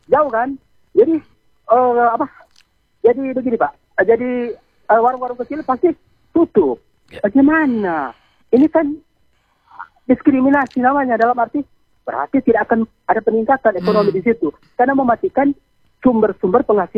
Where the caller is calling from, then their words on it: Motoling, North Sulawesi, Indonesia; dari Motoli, Kabupaten Minas Selatan.